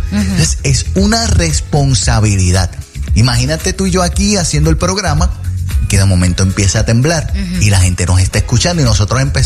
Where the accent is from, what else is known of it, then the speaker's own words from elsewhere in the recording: Puerto Rico; tengo un gusto exquisito como buen boricua.